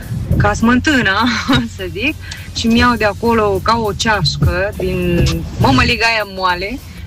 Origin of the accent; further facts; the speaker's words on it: Moldavia, Romania; born there; de când sunt copil, în Moldova se numește cir.